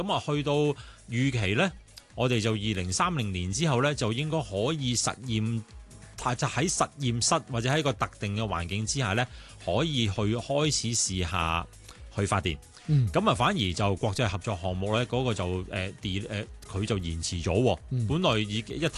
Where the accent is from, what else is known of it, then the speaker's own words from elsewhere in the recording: Hong Kong; 我哋香港人